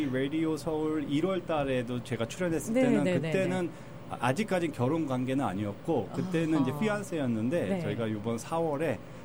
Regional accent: Los Angeles, California, United States; 제가 미국에서 어린 유년 시절을 보냈을 때 부모님도 항상 코리안 프라이드를 알려주셨어요. 너희는 너는 정말 머리 좋고 정말 부지런하고 최고 잘난 대한민국 사람의 자손이다.

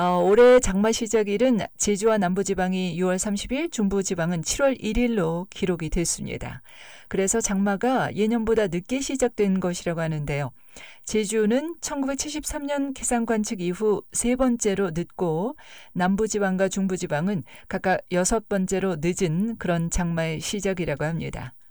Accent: South Korea; now in United States; 미국에 살고 있는 한국인으로서는

